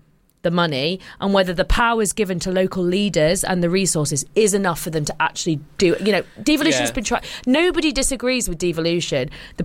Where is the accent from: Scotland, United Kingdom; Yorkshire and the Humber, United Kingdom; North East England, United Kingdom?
Yorkshire and the Humber, United Kingdom; Wakefield; also born or lived in Barnsley / Sheffield; I grew up in Wakefield, which is in West Yorkshire. Lived in Barnsley for a bit. Went to university in Sheffield. Sheffield is South Yorkshire